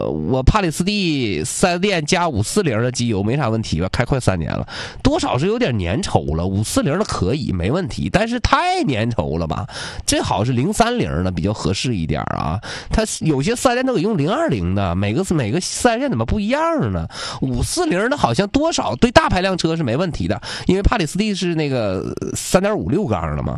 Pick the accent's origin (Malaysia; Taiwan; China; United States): China; Northeast China; 如果您是我们东北的，东北冬天特别冷